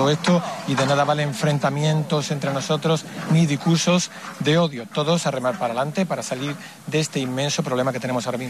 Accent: Ceuta, Spain; Todos somos ceutíes, todos somos caballas, todos somos españoles.

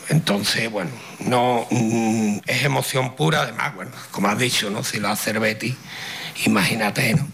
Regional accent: Ceuta, Spain; Una locura que como español te llena de orgullo y como caballa que me considero también

